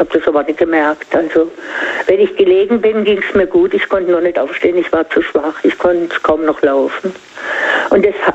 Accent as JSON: {"language": "German", "town": "Singen", "region": "Baden-Württemberg", "country": "Germany", "said": "Ich komme ja aus Singen und die haben, machen das schon eine ganze Weile, ein Klassentreffen."}